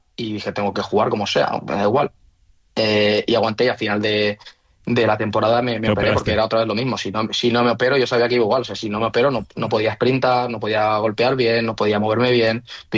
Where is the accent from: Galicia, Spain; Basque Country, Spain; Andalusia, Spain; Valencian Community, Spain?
Valencian Community, Spain; Valencia; Bueno, soy de que mucha gente piensa que soy de Cullera, pero soy de Valencia.